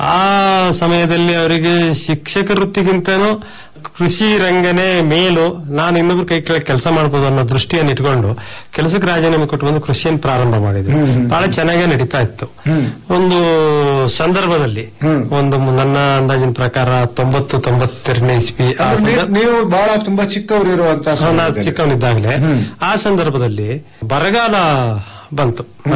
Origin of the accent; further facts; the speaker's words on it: Koragi, Karnataka, India; ನನ್ನ ಊರು ಕೊರಗಿ ಅಂತ ಸರ್. ಶಿವಮೊಗ್ಗ ತಾಲೂಕು ಹುಣಸಿ ಹೋಬಳಿ ಕೊರಗಿ ಗ್ರಾಮ ಚೌರಡಿ ಪೋಸ್ಟ್.